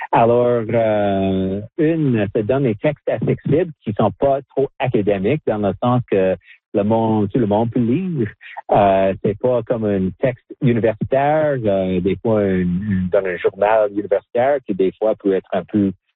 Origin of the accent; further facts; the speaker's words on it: Saskatchewan, Canada; French is a second language; moved away as an adult; je viens de Saskatchewan. Il n'y a pas beaucoup de français là-bas. Et j'ai vraiment appris le français à l'âge de 26 ans quand j'ai joindre l'armée canadienne.